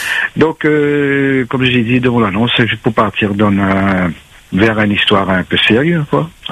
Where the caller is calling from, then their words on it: Saint-Denis, Réunion; je suis de Saint-Denis.